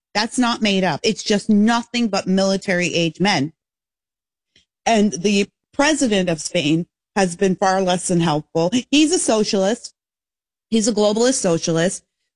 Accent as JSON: {"language": "English", "country": "Canada", "moved": "as an adult", "lives_now": "United States"}